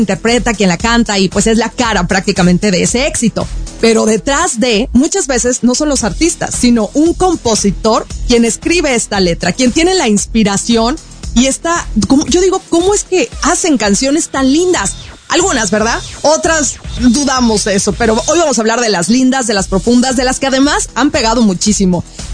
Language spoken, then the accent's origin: Spanish; Sinaloa, Mexico; tocó estar en un evento donde entregaron algunos premios especiales para el orgullo sinaloense en mi tierrita santa.